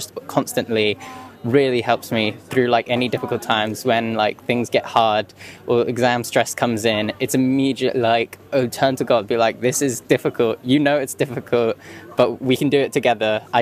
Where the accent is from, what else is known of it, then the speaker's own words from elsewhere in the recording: London, United Kingdom; From London.